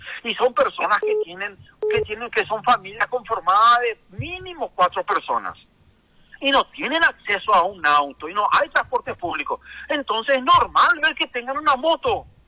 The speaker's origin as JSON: {"language": "Spanish", "country": "Paraguay", "said": "los paraguayos no reaccionamos."}